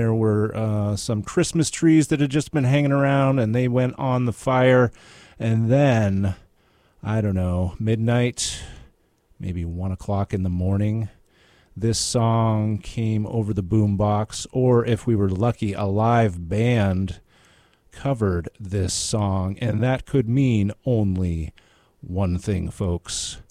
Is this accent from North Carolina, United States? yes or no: no; Barre, Vermont, United States; my hometown in Barrie City.